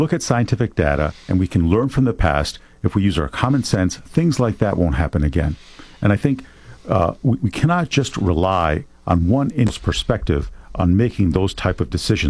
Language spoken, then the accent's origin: English; New York, United States; also born or lived in Miami, United States; now in Orlando, United States; made it much, much easier for me to grow up in this country. And I said, I grew up in Western New York.